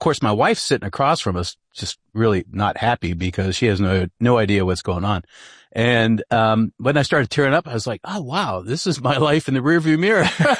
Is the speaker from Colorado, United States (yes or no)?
no; Ohio, United States; Yeah, so grew up in a small town outside of Canton, Ohio. People know that for the Pro Football Hall of Fame.